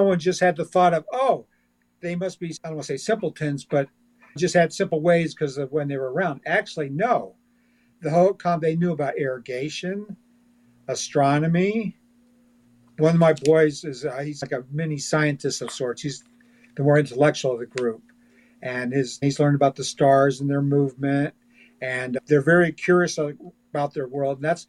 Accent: Florida, United States; also born or lived in Flagstaff; I am a Navajo, and I was born in Flagstaff, Arizona. And surprise, I am also half Spanish. So I've lived with internal conflict my whole life. But I pretty much have lived here in Florida since I was about six.

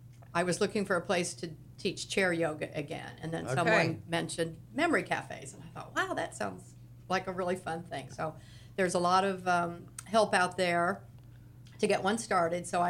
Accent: Indiana, United States; moved away as an adult; now in Florida, United States; Well, I'm from Indiana, but I moved down to Florida in 2011

